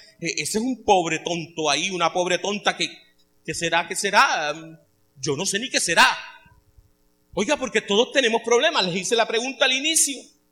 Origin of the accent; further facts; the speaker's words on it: Caribbean coast, Colombia; moved away; Para mí como costeño, como hombre de Colombia que nunca ha trabajado aquí y que ahora me quieran nuevamente llevar lejos, es doloroso, es arrancarme de mi costa.